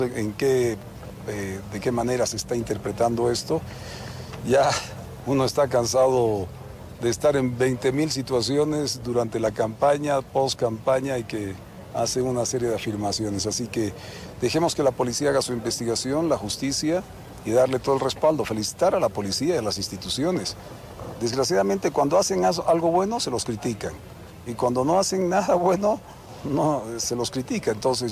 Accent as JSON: {"language": "Spanish", "region": "Tarija", "country": "Bolivia", "said": "como tarijeño, como parte del comando de nuestra Policía Nacional y a su vez como boliviano."}